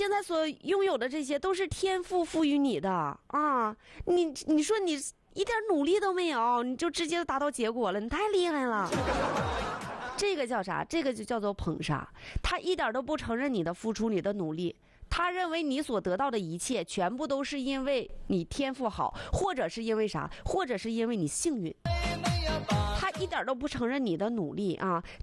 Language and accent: Chinese; Northeast China, China; 作为东北人